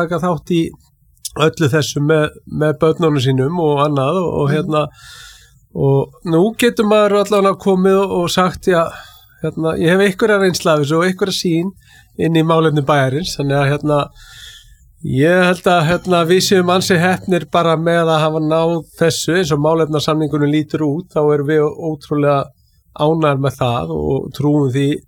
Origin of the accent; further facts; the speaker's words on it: Keflavík, Southern Peninsula, Iceland; ég er Keflvíkingur og hérna við eigum auðvitað, hérna, Keflavík og Njarvík